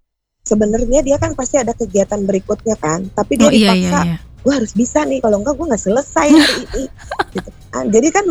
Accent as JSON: {"language": "Indonesian", "region": "North Sumatra", "country": "Indonesia", "said": "Sebenarnya bisa. Aku orang Batak."}